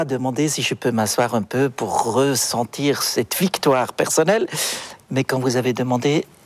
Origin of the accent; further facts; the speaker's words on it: Münchenbuchsee, Bern, Switzerland; Je viens d'un village près de Berne, Münchenbuchsee. Jeune garçon qui allait à l'école, qui a commencé à faire son chemin.